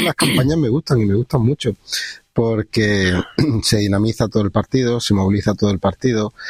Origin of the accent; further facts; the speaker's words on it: Almería, Andalusia, Spain; Somos almerienses y todos nos conocen.